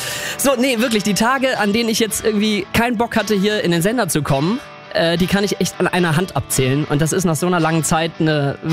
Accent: Rhineland-Palatinate, Germany; moved away; ich komme ja aus Rheinland-Pfalz

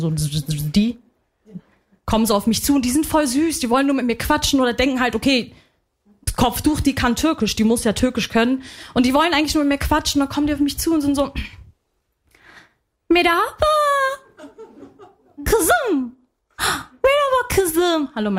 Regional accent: Lebanon; ich bin Libanesin.

